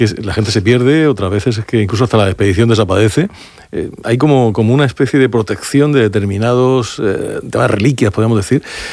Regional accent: Algaida, Balearic Islands, Spain; porque yo soy de Algaida y resulta que por lo que usted ha dicho, la casa de esta mujer estaba enfrente de la mía.

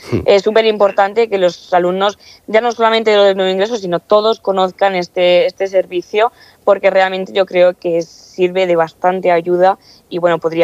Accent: Castilla-La Mancha, Spain; moved away as an adult; now in Cartagena, Spain; yo no soy de Cartagena, de hecho yo soy de un pueblito, de un pueblo de Ciudad Real, de Castilla-La Mancha, y para mí fue un cambio bastante drástico. O sea, al final yo cambié la vida de pueblo a una vida de ciudad

